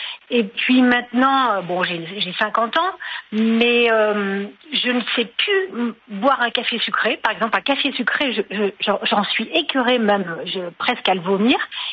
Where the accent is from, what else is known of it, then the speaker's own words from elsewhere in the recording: France; now in Madrid, Spain; Alors, moi, j'habite à Madrid. Je suis française, mais.